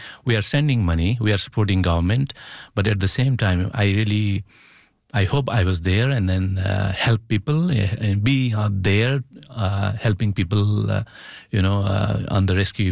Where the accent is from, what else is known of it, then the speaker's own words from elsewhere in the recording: Nepal; now in Canada; As a Nepalese Canadian, I'm Canadian too.